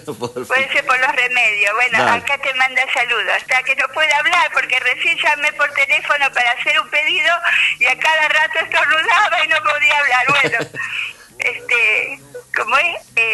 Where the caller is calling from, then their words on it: Rosario, Santa Fe, Argentina; desde Rosario.